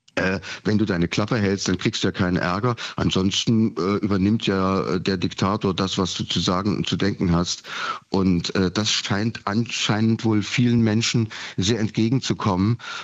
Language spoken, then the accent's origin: German; Leipzig, Saxony, Germany; born there; als Ossi, der ich ja nun bin, ich bin gebürtiger Leipziger